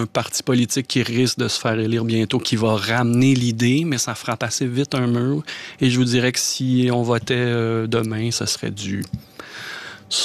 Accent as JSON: {"language": "French", "region": "Quebec", "country": "Canada", "accent": "Quebec", "said": "Et comme au Québec, on est un petit peu particulier parce que c'est l'Amérique, on a notre accent"}